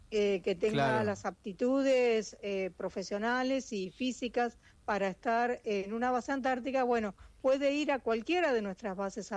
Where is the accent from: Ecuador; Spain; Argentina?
Argentina; 25 de Mayo, Buenos Aires Province; now in Tandil, Argentina; Soy de la ciudad de 25 de Mayo, también muy cerca de Tandil, del centro de la provincia de Buenos Aires.